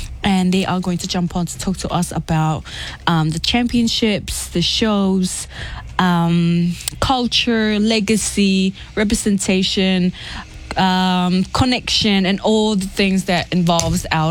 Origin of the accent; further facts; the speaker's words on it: Cook Islands; I'm also like 15% Tongan. It's really, really sad. To know that, but I'm glad I was brought up in the Cook.